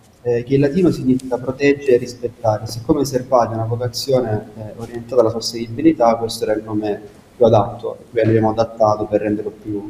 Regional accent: Casarano, Apulia, Italy; sia io e Marco siamo nati e cresciuti a Caserano

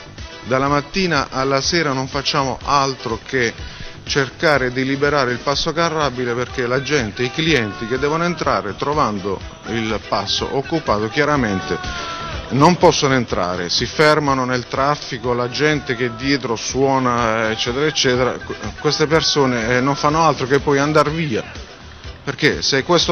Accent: Apulia, Italy; insieme a mio fratello Giovanni

